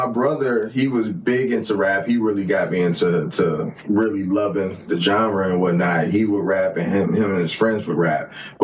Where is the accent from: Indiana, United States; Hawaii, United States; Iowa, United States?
Indiana, United States; Gary; The second thing I hear whenever I tell people I'm from Gary.